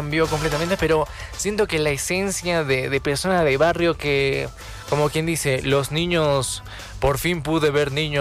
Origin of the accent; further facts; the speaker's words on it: La Paz, Bolivia; Es la calle donde vivo, ¿no? En Cupini, mi tierrita natal, ¿no? Muchos cambios no hice. Salí un par de veces de la zona, me perdí un 2 que 3 años, pero uno siempre vuelve donde es feliz